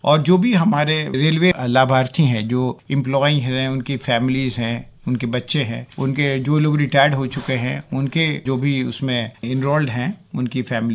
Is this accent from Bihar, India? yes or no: yes; Sasaram, Bihar, India; also born or lived in Patna; मैं बिहार से बिलोंग करता हूँ। सासाराम एक छोटी सा एक शहर है जहाँ से मेरी पढ़ाई लिखाई हुई। वो 10th तक मैंने वहाँ पढ़ाई किया।